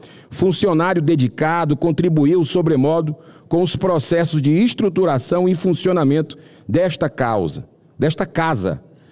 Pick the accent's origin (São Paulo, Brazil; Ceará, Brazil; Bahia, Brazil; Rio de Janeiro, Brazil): Ceará, Brazil; now in Brasília, Brazil; suas origens nordestinas, como eu sou, como a Damares também é. Ela é de Sergipe, eu sou do Ceará